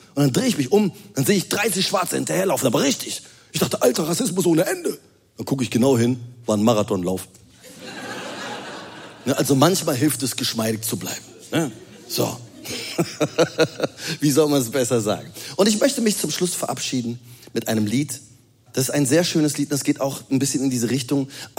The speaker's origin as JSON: {"language": "German", "region": "Rhineland", "country": "Germany", "said": "Als Rheinländer."}